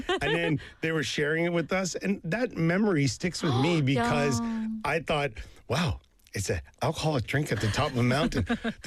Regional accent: Canada; now in South Korea; we live in Korea. I'm originally from Canada, but like the kid's mom is Korean.

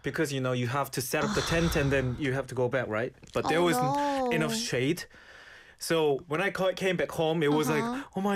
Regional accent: Ilsan, Gyeonggi Province, South Korea; This place is called La Festa and it's in Ilsan. That's like my hometown.

